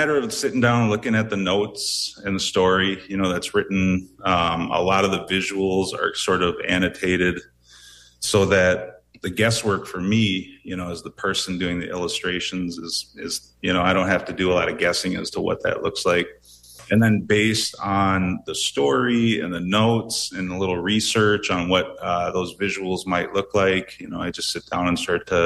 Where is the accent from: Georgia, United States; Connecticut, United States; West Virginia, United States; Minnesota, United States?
Minnesota, United States; Minneapolis; I grew up in the Twin Cities